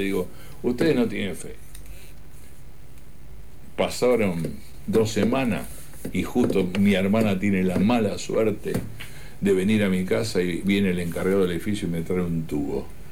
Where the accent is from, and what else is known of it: Argentina